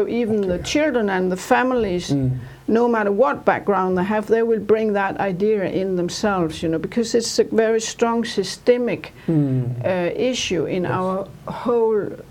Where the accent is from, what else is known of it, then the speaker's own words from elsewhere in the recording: Jutland, Denmark; English is a second language; I'm a really from Jutland, not from Copenhagen.